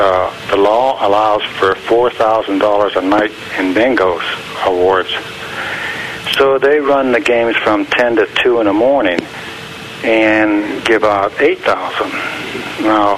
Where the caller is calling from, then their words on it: Johnstown, Pennsylvania, United States; Johnstown, Pennsylvania.